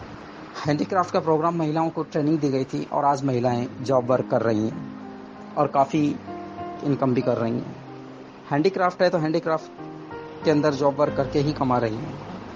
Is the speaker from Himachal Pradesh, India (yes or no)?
no; Gijgarh, Rajasthan, India; मैं राजस्थान के दौसा जिले के सिकराय तहसील के गिजगढ़ गांव का रहने वाला हूँ, जहाँ पर रेड इंडिया का सेंटर है, गिजगढ़ ज्ञान केंद्र के नाम से है।